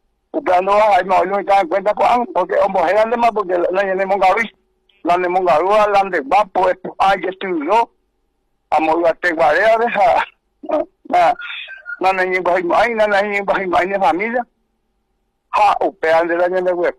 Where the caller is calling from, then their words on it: Paraguay; todos somos hermanos, todos somos paraguayos